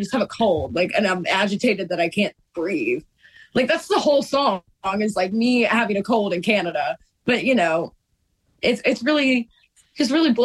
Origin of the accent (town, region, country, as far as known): Dublin, Virginia, United States; born or raised there; moved away as an adult; now in Nashville, United States